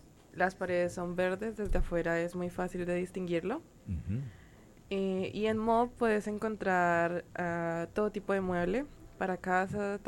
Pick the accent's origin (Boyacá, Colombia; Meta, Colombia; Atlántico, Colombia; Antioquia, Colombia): Meta, Colombia; Villavicencio; Sí, es una empresa familiar, todos somos de acá de Villavicencio.